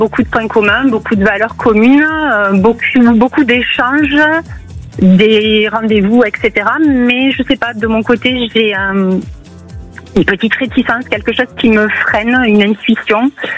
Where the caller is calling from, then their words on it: Nouvelle-Aquitaine, France; Je vous appelle de Nouvelle-Aquitaine.